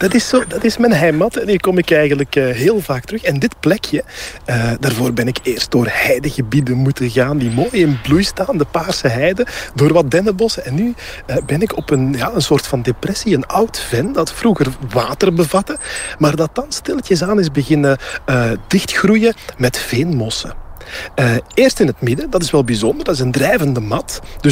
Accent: Flanders, Belgium; Dus ik ben op zoek gegaan naar restanten van veengebieden, ook gewoon bij ons in Vlaanderen. Want we hebben dat.

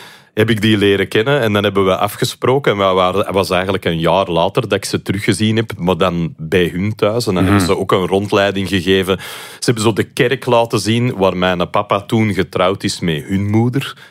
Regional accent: England, United Kingdom; Dutch is a second language; Ik ben eigenlijk naar het noorden van Engeland geweest, waar ik vandaan kom.

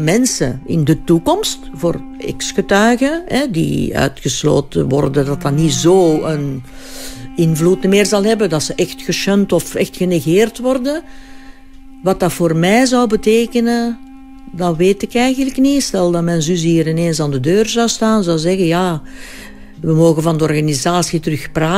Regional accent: Flanders, Belgium; En wij zijn ook Vlamingen.

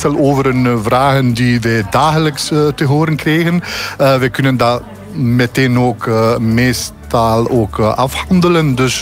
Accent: Bosnia & Herzegovina; Dutch is a second language; moved away as an adult; now in Belgium; Het is een verhaal die eigenlijk 12 jaar geleden begonnen is. Ik ben vanuit Bosnië naar België gekomen, hier door de liefde. Nadien heb ik hier gestudeerd

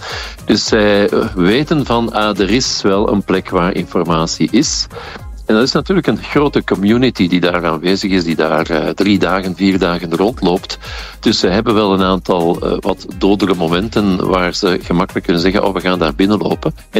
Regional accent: Belgium

